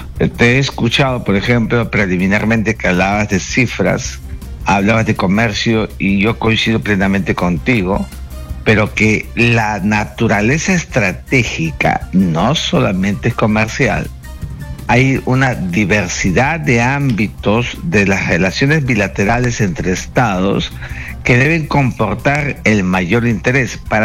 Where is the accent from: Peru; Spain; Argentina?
Peru